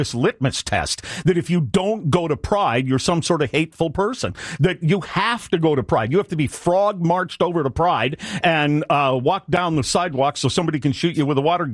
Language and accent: English; Ireland; Look, I'm Irish. I don't go to the Irish parade. I don't hate the Irish.